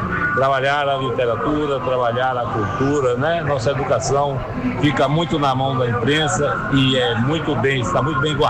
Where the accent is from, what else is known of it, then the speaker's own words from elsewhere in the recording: Caetité, Bahia, Brazil; moved away; Eu saí de Caetité, muito sentido naturalmente, que eu gosto muito da terra, em 73. E eu retorno sempre quando posso.